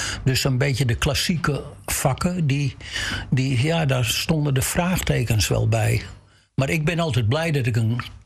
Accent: Amsterdam, North Holland, Netherlands; moved away as an adult; now in Den Helder, Netherlands; ik kom uit Amsterdam.

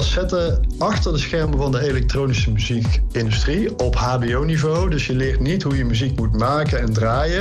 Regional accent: Tilburg, North Brabant, Netherlands; de Cadans, de club van Tilburg, waar ik vandaan kom destijds.

